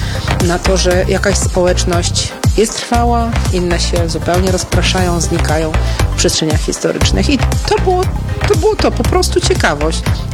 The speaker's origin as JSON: {"language": "Polish", "town": "Szczecin", "region": "West Pomeranian Voivodeship", "country": "Poland", "tie": "born there", "lives_now": "Zabłocie, Poland", "said": "I tak się stało, że urodziłam się w Szczecinie, a później tak się stało, że zamieszkałam na Żywiecczyźnie, w Zabłociu, na lewym brzegu rzeki Soły."}